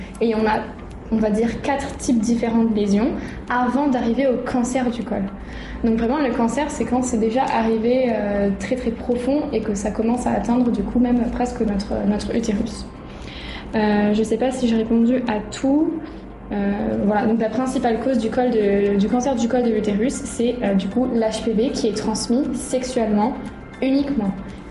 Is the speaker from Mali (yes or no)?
no; Vanuatu; Moi, j'ai grandi au Vanuatu, j'ai fait l'école à Colardo, à l'école française, et ensuite, du coup, l'école de sage-femme à Paris.